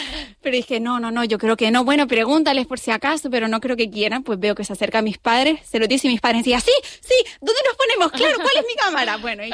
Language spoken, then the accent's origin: Spanish; Canary Islands, Spain; empezamos a rodar aquí en Gran Canaria, en mi tierra.